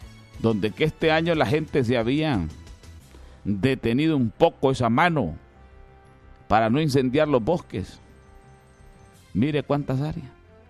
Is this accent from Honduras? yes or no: yes; Yoro, Honduras; Es un trabajo que debemos de realizar todos como buenos lloreños.